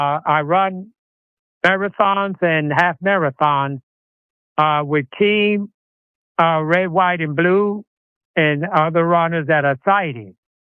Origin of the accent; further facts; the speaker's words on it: New York, United States; moved away as an adult; now in Dayton, United States; I grew up in New York for about 18 years